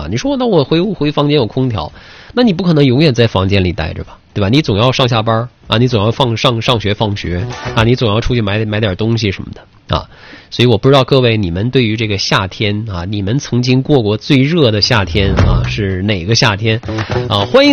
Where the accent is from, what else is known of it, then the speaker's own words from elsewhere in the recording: Northeast China, China; 我们东北这边